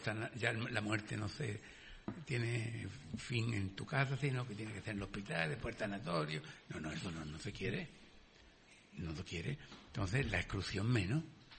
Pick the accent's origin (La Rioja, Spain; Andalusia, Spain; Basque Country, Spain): Andalusia, Spain; Jerez de la Frontera; Yo soy de Jerez